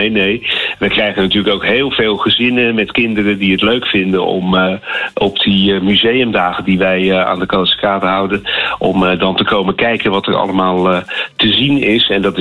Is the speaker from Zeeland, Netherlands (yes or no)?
no; Rotterdam, South Holland, Netherlands; Ik ben ook Rotterdammer